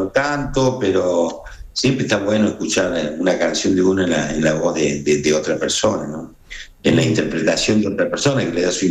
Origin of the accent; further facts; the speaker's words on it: Porteña, Córdoba, Argentina; moved away as an adult; yo soy de Porteña, sí, del pueblo cerca de San Francisco.